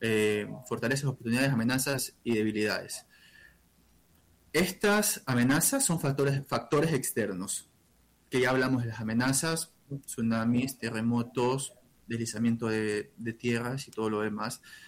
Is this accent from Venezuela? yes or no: no; Ecuador; La cultura es un tema de que nosotros, como ecuatorianos y en la academia... la trabajamos y tenemos que fortalecerla constantemente.